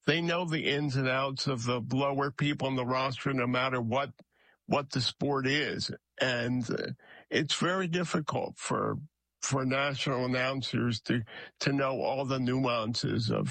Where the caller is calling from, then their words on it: Pennsylvania, United States; I'm from Pennsylvania.